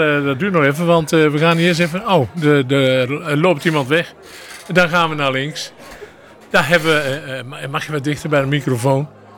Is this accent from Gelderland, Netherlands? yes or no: yes; Gelderland, Netherlands; Ik kom uit de Achterhoek